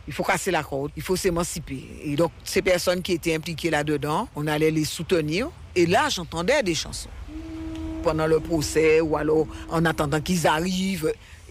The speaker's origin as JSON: {"language": "French", "town": "Marie-Galante", "country": "Guadeloupe", "tie": "born or raised there", "said": "J'ai connu le gourka quand j'étais enfant à Marie-Galante. Donc, je faisais partie d'une association culturelle qui nous faisait faire du gourka en tant que danseuse."}